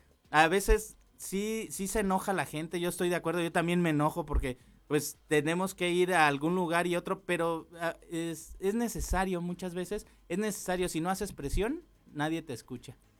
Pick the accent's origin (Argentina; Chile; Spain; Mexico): Mexico; Al pueblo somos todos los mexicanos.